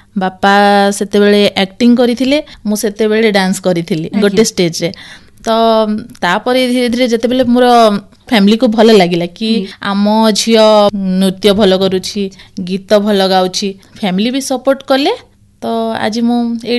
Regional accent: Kuchinda, Odisha, India; ଆମ ଘର ହେଲା କୁଚିଣ୍ଡା।

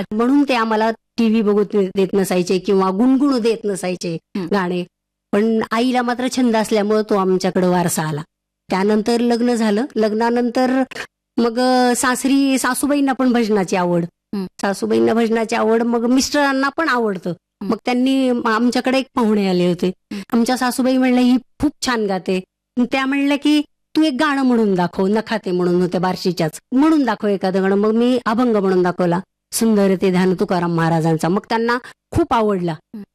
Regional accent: Pangaon, Maharashtra, India; moved away as an adult; तर माझं माहेर पानगाव.

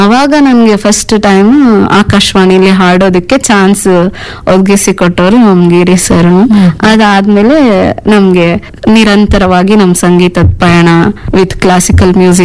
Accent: Karnataka, India; also born or lived in Harapanahalli; ಅದಾದ್ಮೇಲೆ ನಮ್ಮೂರಿಂದ 1-2 ಕಿಲೋಮೀಟರ್ ದೂರ ಸಾಸಿವೆಯಲ್ಲಿ ಅಂತ, ಅಲ್ಲಿ ನನ್ನ ಹೈಸ್ಕೂಲ್ ಎಜುಕೇಶನ್ ಅಲ್ಲೇ ಮ್ಯಾಮ್ 8th, 9th, 10th ಅಲ್ಲಿ ಓದಿದ್ದು. ಅಲ್ಲಿಂದ ಪಿ ಯು ಸಿ ಹರಪನಹಳ್ಳಿ.

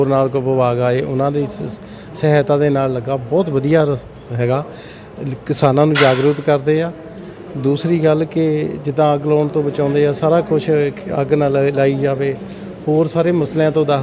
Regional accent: Mehmadpur, Punjab, India; ਮੇਰਾ ਪਿੰਡ ਮਹਿਮਦਪੁਰ, ਮੈਂ ਸਰਪੰਚ ਮਹਿਮਦਪੁਰ ਤੋਂ।

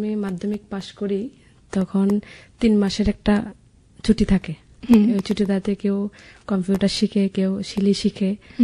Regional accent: Tripura, India; born there; now in Rajnagar, Belonia, India; বাবার বাড়ি নিহাননগর।

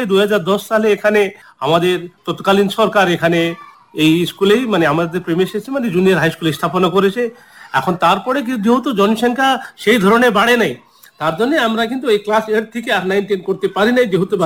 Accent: Fulbari, Jalpaiguri district, West Bengal, India; আমার মানে বয়স এখন 54 প্লাস, আমি আমার জন্ম এখানে।

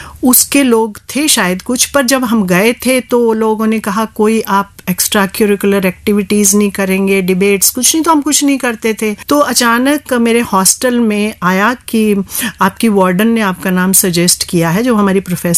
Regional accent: Himachal Pradesh, India

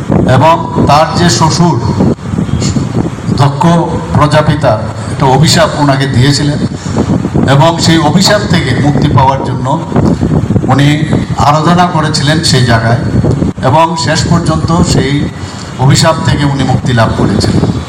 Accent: Tripura, India; আমরা ত্রিপুরার মানুষ এমনি অত্যন্ত আমরা জানি যে ধর্মপ্রাণ মানুষ

